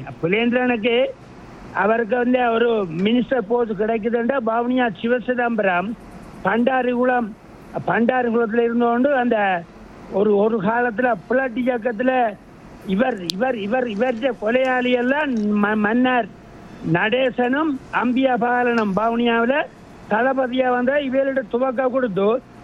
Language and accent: Tamil; Vavuniya, Northern Province, Sri Lanka; moved away as an adult; நான் வந்து அங்க பிறந்து வளர்ந்து தெரிஞ்ச ஆள். அதுல வந்து இப்ப நான் 87 ஆண்டு இங்க வந்து